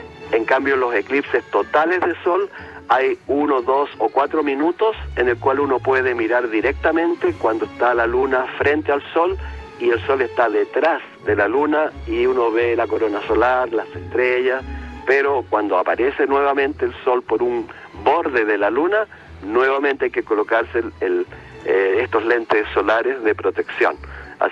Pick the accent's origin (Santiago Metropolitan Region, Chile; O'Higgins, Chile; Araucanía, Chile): O'Higgins, Chile; Rengo; moved away; saludo a mi ciudad natal de Rengo, que nunca la he olvidado.